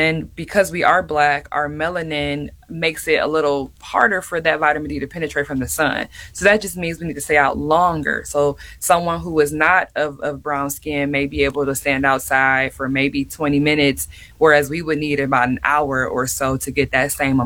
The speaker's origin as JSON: {"language": "English", "region": "Michigan", "country": "United States", "said": "like I'm from Michigan, so similar with Illinois, we only get about 2 seconds of warm weather."}